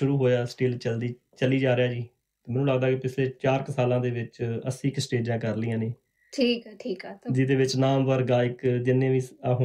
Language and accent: Punjabi; Kiampur, Punjab, India; moved away as an adult; also born or lived in Ajnala / Amritsar; now in Adelaide, Australia; ਉਸ ਤੋਂ ਬਾਅਦ ਸਾਡੇ ਪਿੰਡ ਸਕੂਲ ਸੀਗਾ ਕਿਆਂਪੁਰ ਸੀਨੀਅਰ ਸੈਕੰਡਰੀ ਸਕੂਲ ਅਜਨਾਲੇ ਦੇ ਵਿੱਚ ਜੀ, ਫਿਰ ਬੁਆਏ ਸਕੂਲ ਅਜਨਾਲਾ ਜੀ, ਉਸ ਤੋਂ ਬਾਅਦ ਖਾਲਸਾ ਕਾਲਜ ਅੰਮ੍ਰਿਤਸਰ, ਫਿਰ ਇੱਥੇ ਆ ਗਏ ਜਿਵੇਂ ਐਡੀਲੇਡ ਆਸਟ੍ਰੇਲੀਆ ਜੀ।